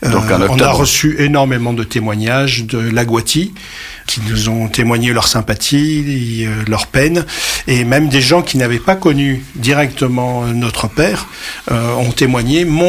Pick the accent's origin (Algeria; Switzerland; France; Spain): Algeria; Moi aussi, je suis un Algérien.